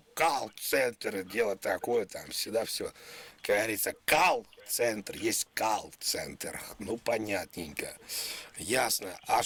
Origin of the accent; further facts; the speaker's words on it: Moscow, Russia; Я москвич коренной, я не замкад, все нормально. Я москвич коренной. Я живу напротив башни Останкино.